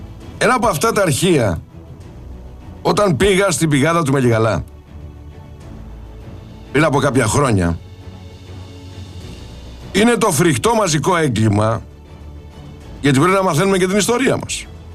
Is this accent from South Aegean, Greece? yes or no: no; Mystras, Peloponnese, Greece; Στα μέρη μου, στο Μιστρά.